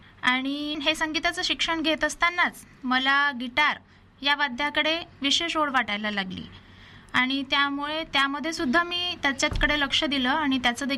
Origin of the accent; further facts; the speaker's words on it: Jalgaon, Maharashtra, India; now in Amravati, India; माझं बालपण जळगावलाच होते मी जेव्हा लहान होते.